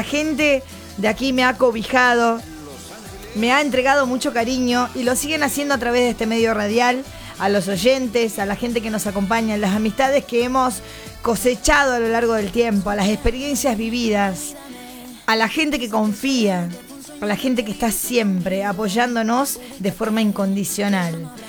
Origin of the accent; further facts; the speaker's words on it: Uruguay; moved away as an adult; now in Argentina; yo soy uruguaya, ¿no? Tengo, obviamente, mis raíces tiran, mi corazón es uruguayo, pero tengo 4 hijos maravillosos argentinos y estoy aquí desde el año 2001.